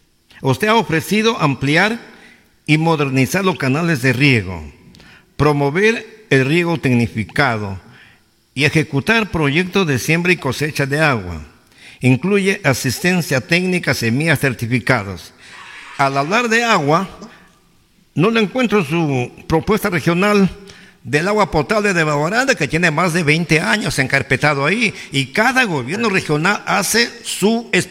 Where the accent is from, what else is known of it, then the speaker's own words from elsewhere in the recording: Querocoto, Cajamarca, Peru; moved away; mi pueblo de Querocoto